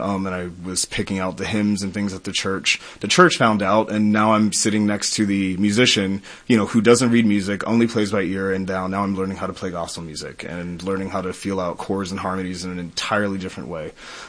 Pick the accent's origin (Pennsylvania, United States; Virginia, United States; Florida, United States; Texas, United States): Virginia, United States; moved away; I'm from Virginia originally.